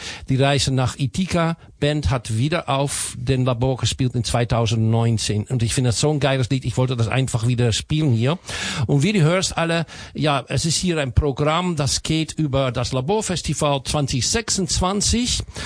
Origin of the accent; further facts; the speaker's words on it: Amsterdam, North Holland, Netherlands; Ich bin aus Amsterdam